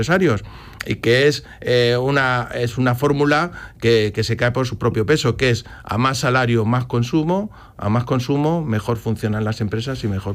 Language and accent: Spanish; Ciudad Real, Castilla-La Mancha, Spain; Yo vengo de Ciudad Real y ya lo hacían en su tiempo.